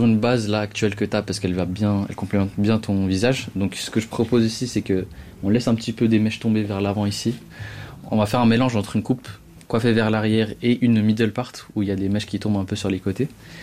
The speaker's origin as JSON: {"language": "French", "region": "Geneva", "country": "Switzerland", "said": "j'ai 23 ans, je suis de Genève"}